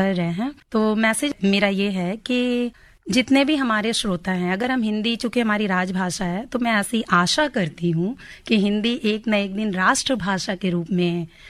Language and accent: Hindi; West Bengal, India; हम बंगाल से हैं